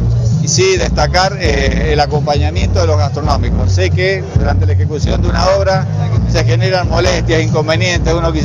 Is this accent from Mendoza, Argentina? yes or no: yes; Mendoza, Argentina; contento como mendocino también.